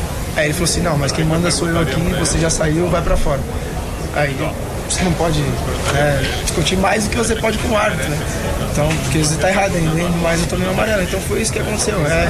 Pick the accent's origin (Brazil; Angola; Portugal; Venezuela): Brazil; Cara, eu sou brasileiro como você também é, né?